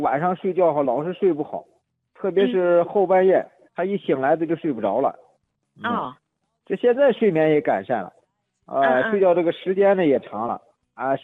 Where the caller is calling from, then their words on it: Henan, China; 我是河南的一个新朋友。